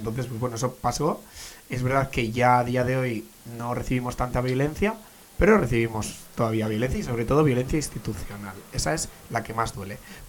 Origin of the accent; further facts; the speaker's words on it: Irun, Basque Country, Spain; yo, bueno, pensar que soy de Irún, estudié en Irún y luego estudié en Hondarribi.